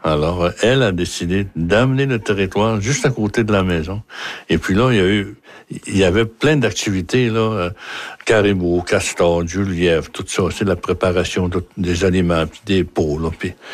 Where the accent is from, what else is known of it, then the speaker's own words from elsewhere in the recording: Sept-Îles, Quebec, Canada; born there; Je suis né, ben, à Sept-Îles, pas loin de Sept-Îles, là. Puis, j'étais au pensionnat.